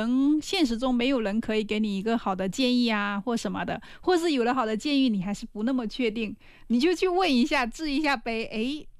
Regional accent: Fujian, China; 但是如果是身为闽南人，真的看了很理解他在说什么

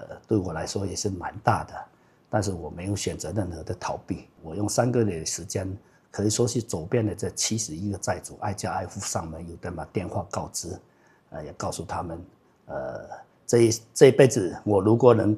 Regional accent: Jinjiang, Fujian, China; moved away as an adult; 实际上我在这块土地上生活了33年，所以对这个家乡我有很深的一种情感跟情怀

